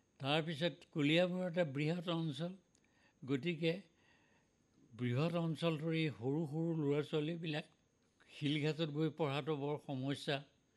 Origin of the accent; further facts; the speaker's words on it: Jamuguri, Assam, India; মোৰ মামাহঁতৰ ঘৰ আছিল জামুগুৰিত। সৰুতে মাতৃহাৰা হোৱাত দুখ কষ্ট, অৱশ্যে মা ঢুকোৱাৰ অলপ দিনৰ আগতে মোক মামাহঁতৰ ঘৰলৈ লৈ গৈছিল।